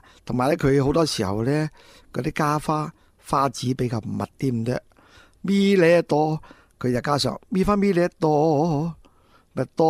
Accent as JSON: {"language": "Cantonese", "region": "Guangdong", "country": "China", "said": "咁我估计广东音乐都应该有呢种我哋岭南人嘅特性喺度。"}